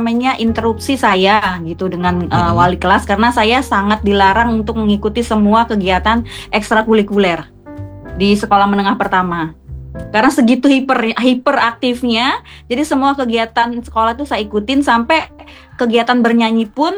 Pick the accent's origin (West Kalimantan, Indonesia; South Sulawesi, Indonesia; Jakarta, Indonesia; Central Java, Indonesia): Jakarta, Indonesia; born there; also born or lived in Medan / Krueng Panjo, Aceh Utara; now in Gunung Putri, Bogor Regency, Indonesia; dari tahun 93. Lon pun lahir di Medan. Tahun 88, jadi hanya sampai tahun 93 keluarga hijrah kami ke Jakarta.